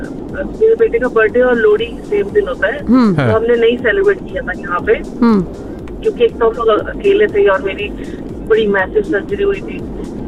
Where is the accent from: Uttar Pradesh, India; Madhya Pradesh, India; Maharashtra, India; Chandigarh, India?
Chandigarh, India; मेरी शादी पिंड में हुई है, मैं चंडीगढ़ से हूँ, सारा पिंड ऐसा देख रहा था कि परविंदर का भाई आया है